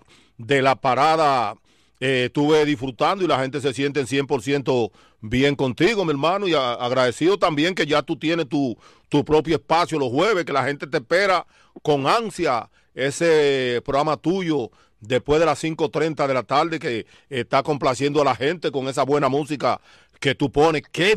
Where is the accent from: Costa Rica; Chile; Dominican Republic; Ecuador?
Dominican Republic; no solamente nosotros como dominicanos